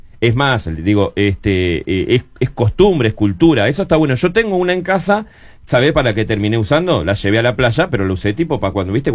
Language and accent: Spanish; Uruguay